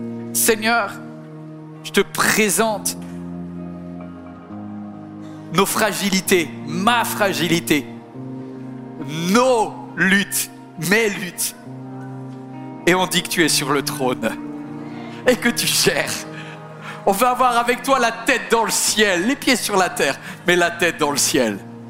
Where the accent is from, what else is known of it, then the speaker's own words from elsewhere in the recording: Guadeloupe, France; also born or lived in Martinique; J'ai été élevée en Guadeloupe, en Martinique, on m'a pris... Moi, j'étais en Bretagne.